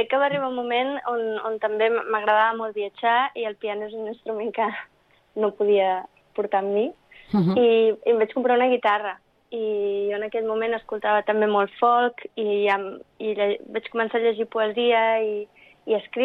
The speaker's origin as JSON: {"language": "Catalan", "town": "Barcelona", "region": "Catalonia", "country": "Spain", "tie": "born or raised there", "first_language": "English", "second_language": "Catalan", "moved": "yes", "lives_now": "Brussels, Belgium", "said": "vaig néixer a Barcelona i vaig créixer aquí a Barcelona, però la meva llengua materna és anglès i a casa sempre s'ha parlat anglès."}